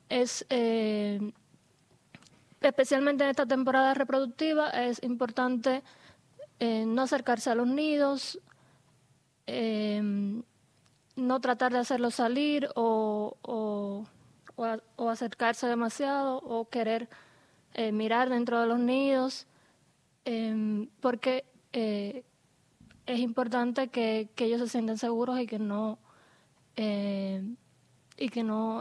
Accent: Cuba; now in Jujuy, Argentina; Yo soy cubana, estoy acá en Jujuy hace algo más de un año con una beca doctoral del CONICET, estudiando esta especie tan bonita.

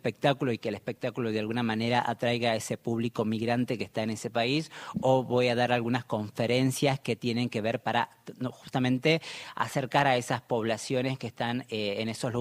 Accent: Santa Bárbara, Jujuy, Argentina; moved away; yo soy de Santa Bárbara y mi familia, mi papá vive con mis hermanos en San Francisco

